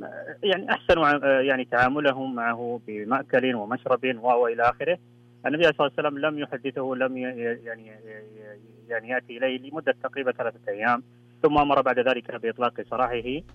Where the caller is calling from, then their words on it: Jeddah, Makkah Province, Saudi Arabia